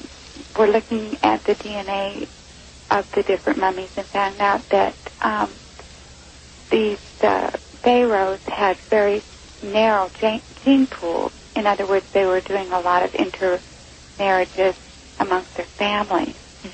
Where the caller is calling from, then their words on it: Missouri, United States; I'm calling from Mid-Missouri.